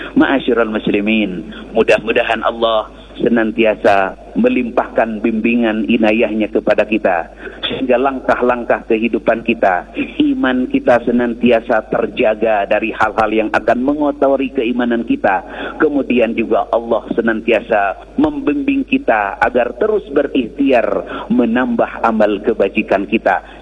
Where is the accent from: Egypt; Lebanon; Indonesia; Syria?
Indonesia; اللهم اجعل بلدتنا إندونيسيا آمنة مطمئنة